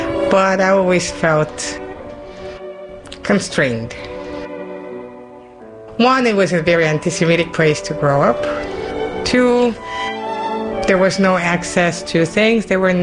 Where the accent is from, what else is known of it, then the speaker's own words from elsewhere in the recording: Moscow, Russia; I was born in Moscow in 1961. I played piano, started when I was six, so yeah, it was, that's what I do. My early memories are pretty much grim. Most of the memories from Moscow are pretty grim.